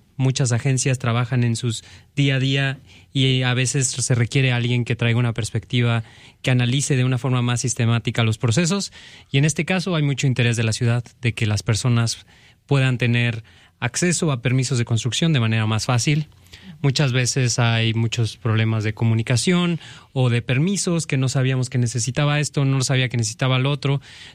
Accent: Chiapas, Mexico; moved away as an adult; also born or lived in Mexico City; now in Madison, United States; Perfecto, pues yo soy de México, soy del estado de Chiapas, el estado más al sur del país. Viví mucho tiempo en la Ciudad de México

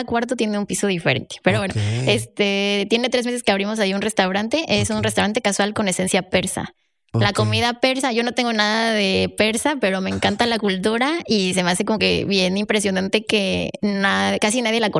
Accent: Mexico City, Mexico; now in Monterrey, Mexico; Pues mira, vengo de la Ciudad de México.

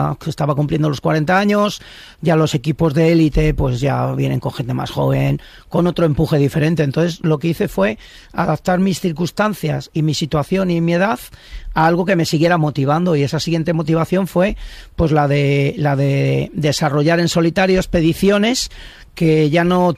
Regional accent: Íscar, Castile and León, Spain; Soy castellano y ahí nos hacemos duros.

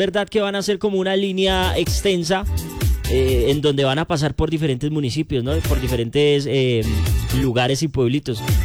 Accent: Bogotá, Colombia; yo que soy rolo

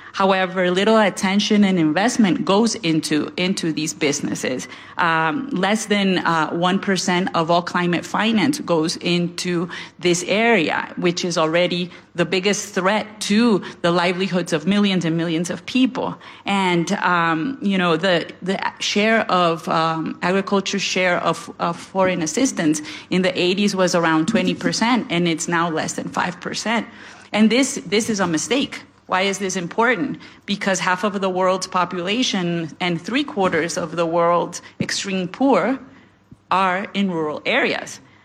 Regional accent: Honduras; my home country of Honduras

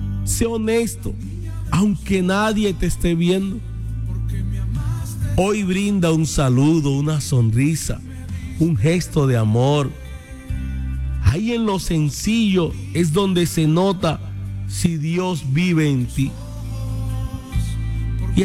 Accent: Arjona, Andalusia, Spain; Yo crecí en una calle en Arjona, donde en mi casa había una señora que se congregaba en la iglesia.

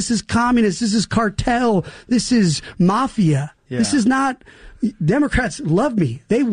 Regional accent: Palisades, California, United States; I grew up in Palisades. I went to Crossroads High School.

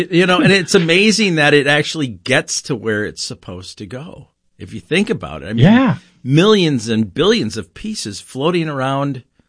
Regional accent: Eagan, Minnesota, United States; No, I grew up actually down the street here from in Eakin.

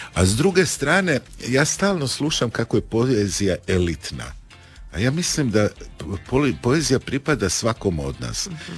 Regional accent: Krnica, Istria County, Croatia; Ja sam iz Krnice.

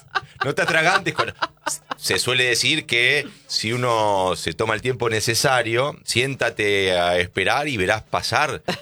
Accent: Argentina; Amo mi país. Soy, como dijo Pochettino, 200, 300% argentino.

